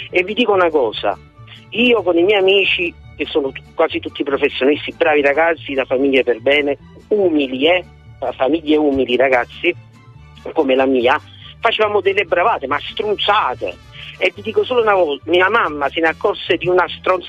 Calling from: Naples, Campania, Italy; come diciamo a Napoli

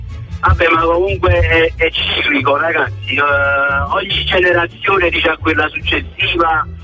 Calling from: Villaricca, Campania, Italy; da Villa Ricca.

